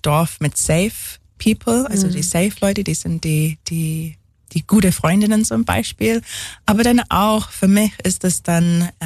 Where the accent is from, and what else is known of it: England, United Kingdom; German is a second language; moved away as an adult; now in Ulm, Germany